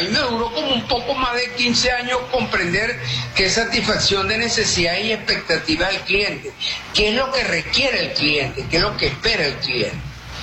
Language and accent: Spanish; Venezuela; Como venezolano, yo creo que uno de nuestros altos valores que nosotros tenemos en esos genes es eso que llamamos solidaridad